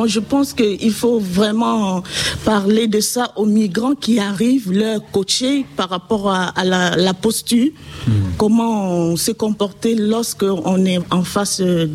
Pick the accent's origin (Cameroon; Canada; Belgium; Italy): Cameroon; Anglophone Cameroon; now in France